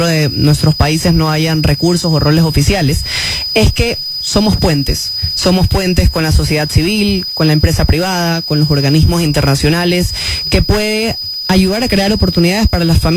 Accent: Guayaquil, Guayas, Ecuador; born there; also born or lived in Chone, Manabí, Ecuador / Galápagos Islands, Ecuador; Hasta los 6 años más o menos. Chiquita. Viví hasta los 6 años, chiquita. Mi papá se mantuvo viviendo en las Islas Galápagos. Yo me fui a vivir a Guayaquil junto a mi mamá. Iba, regresaba cuando tenía la oportunidad de visitar a mi papá. Mi papá también me venía a visitar a la ciudad. Y luego creé mis raíces en Guayaquil.

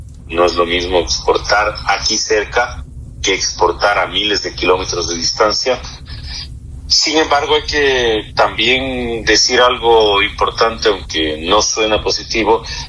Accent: Ecuador; nosotros como ecuatorianos somos gente seria

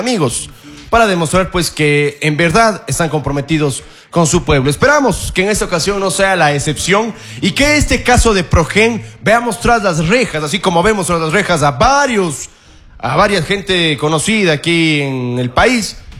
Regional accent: Ecuador; somos los ecuatorianos

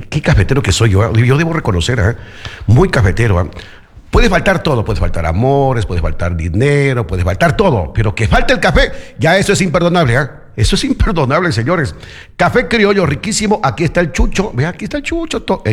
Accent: Chuquiribamba, Loja, Ecuador; born there; now in Loja, Ecuador; a mi pueblo Chuquiribamba

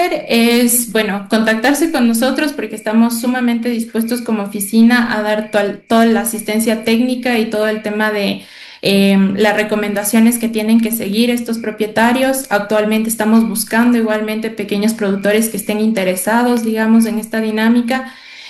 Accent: Ecuador; nosotros como ecuatorianos tenemos que estar preparados

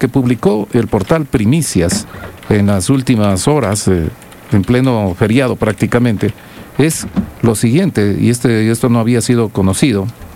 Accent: Ecuador; un estado pobre como el nuestro, ¿no? Estafaron, robaron a un estado pobre como el ecuatoriano

